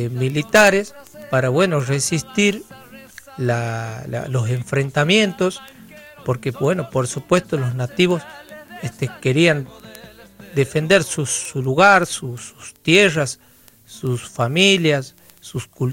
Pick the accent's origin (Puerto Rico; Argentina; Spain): Argentina; Santiago del Estero; nosotros como buenos santiagueños